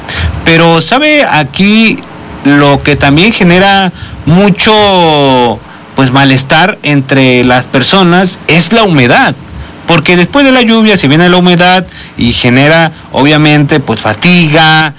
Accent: Puebla, Mexico; Su servidor le he dicho muchas veces que soy de la Mixteca Poblana.

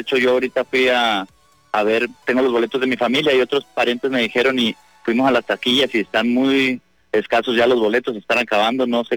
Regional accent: Villahermosa, Tabasco, Mexico; aquí somos de Villahermosa, Tabasco.

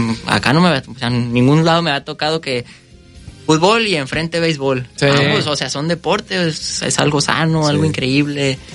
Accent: Mazatlán, Sinaloa, Mexico; now in Veracruz, Mexico; soy de Mazatlán

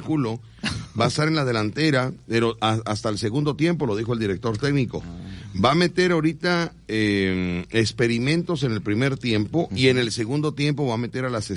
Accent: Mexico; Nací, yo soy de México.

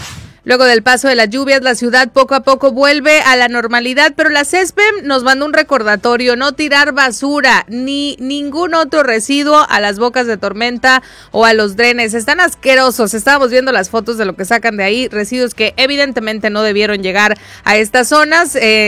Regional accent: Mexicali, Baja California, Mexico; el calor nos ha dado una tregua a los mexicalenses

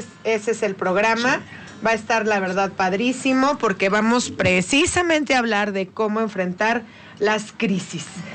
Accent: Mexico; como mexicanos, tenemos que hacer mucho esto

